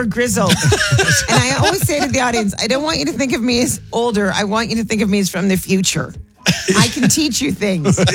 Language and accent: English; Canada; I'm Canadian